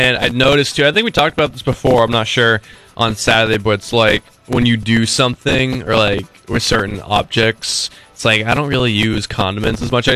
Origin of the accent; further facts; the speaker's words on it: New England, United States; we're from New England